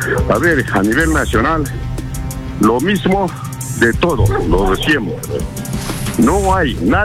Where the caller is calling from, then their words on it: Moquegua, Peru; aquí es el campo de la agricultura, eso es Moquegua.